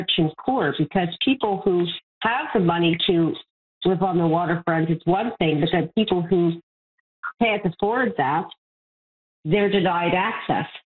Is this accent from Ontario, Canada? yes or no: yes; Toronto, Ontario, Canada; now in Beaconsfield, Canada; I grew up in Toronto on the edge of the Rouge National Park in Blake, Ontario, and I was able to walk along the waterfront trail. But when I moved to Beaconsfield